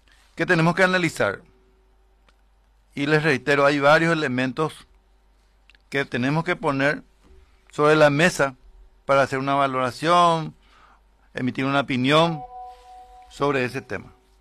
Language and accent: Spanish; Paraguarí, Paraguay; born there; Yo me voy a dirigir a mi pueblo, a la gente que conozco en Paraguarí